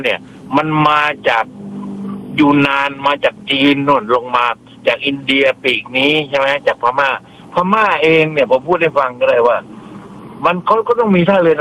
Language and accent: Thai; Southern Thailand, Thailand; ผมเป็นคนใต้แท้ๆเลยผมก็รักภาคใต้